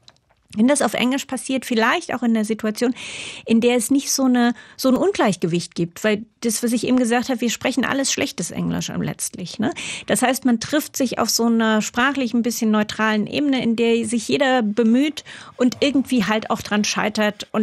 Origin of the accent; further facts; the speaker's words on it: Saarland, Germany; Ich komm aus dem Saarland. Also wir sind direkt an der wohnen direkt an der Grenze dort unten. Meine Familie, das heißt, war immer in intensiver Kontakt mit Frankreich auch da.